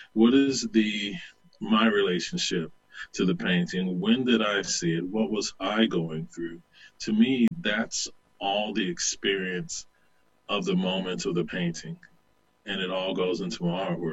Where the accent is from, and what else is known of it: the South, United States; born or raised there